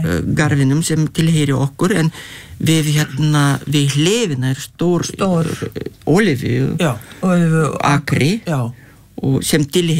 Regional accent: Lithuania; born or raised there; Icelandic is a second language; now in Iceland

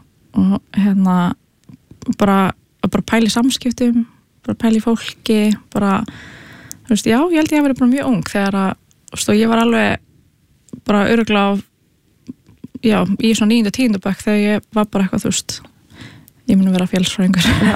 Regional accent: Reykjavík, Capital Region, Iceland; Herra, ég ólst upp í Breiðholti og var í Hólabrekkskóla og flutti hana í hérna Gaggó í Fossvogin

